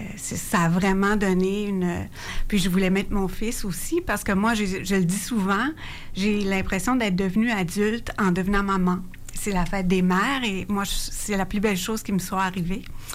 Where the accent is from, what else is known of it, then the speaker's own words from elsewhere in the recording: New Brunswick, Canada; moved away as an adult; also born or lived in Montreal; now in Quebec City, Canada; moi, je viens du Nouveau-Brunswick